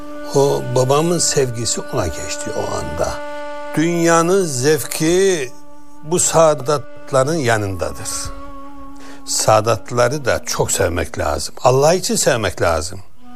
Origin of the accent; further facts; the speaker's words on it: Of, Trabzon, Turkey; also born or lived in Ankara; now in Mersin, Turkey; 1942 doğumluyum. Ben aslında Karadenizliyim. Trabzon Of kazasından. Ama yıllarımızı Ankara'ya verdik ve Mersin'e. 45 sene Mersin'deyiz. Mersin'e yerleştim.